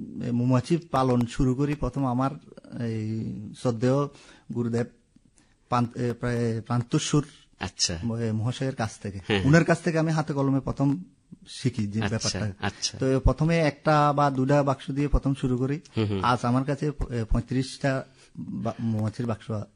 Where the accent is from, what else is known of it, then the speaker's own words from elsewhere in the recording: Shantirbazar, Tripura, India; মনে করেন আমার বাড়ি শান্তিবাজার